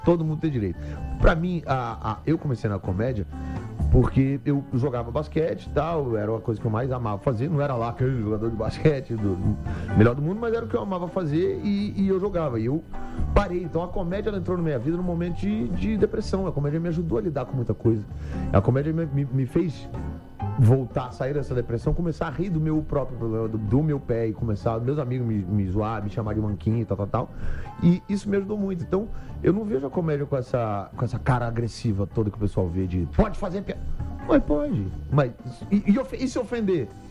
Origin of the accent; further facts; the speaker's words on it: Brazil; Eu sou humorista brasileiro.